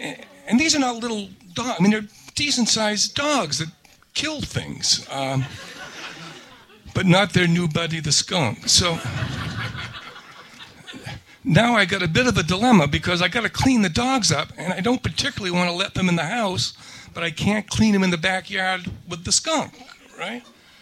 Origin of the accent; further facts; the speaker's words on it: Newbury, Vermont, United States; So I'm from Newbury, Vermont, which is a little village over on the Connecticut River.